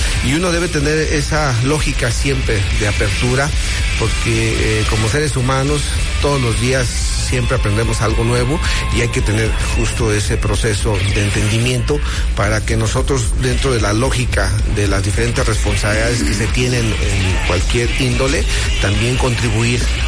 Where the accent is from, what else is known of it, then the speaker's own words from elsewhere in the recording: Paracho, Michoacán, Mexico; now in Morelia, Mexico; Sí, soy originario de Paracho, mi estimado Alfredo. Ahí estudié la primaria y secundaria.